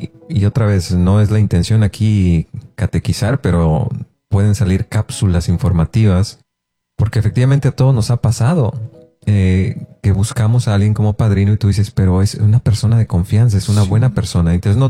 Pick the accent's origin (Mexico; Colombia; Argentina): Mexico; Porque sobre todo hablo de la cultura mexicana, ¿verdad? No solo porque somos mexicanos